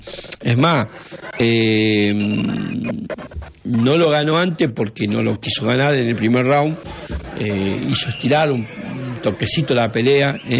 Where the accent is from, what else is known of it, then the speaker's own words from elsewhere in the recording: Argentina; nos hubiese encantado como argentino que Lionel Messi también venga a la Argentina